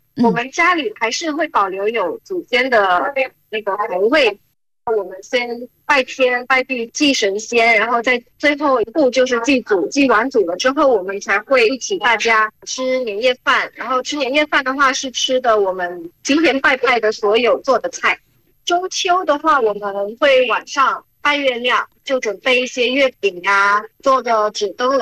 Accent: Cambodia; 虽然说我从小就在柬埔寨出生，但是呢，我的家庭还是有华人血统的。

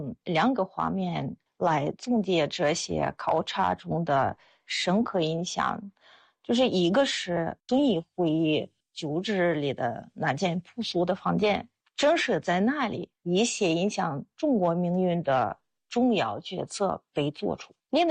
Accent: Russia; Chinese is a second language; now in China; 我是俄罗斯人，我在中国生活了25年，现在在党史研究院做翻译工作。

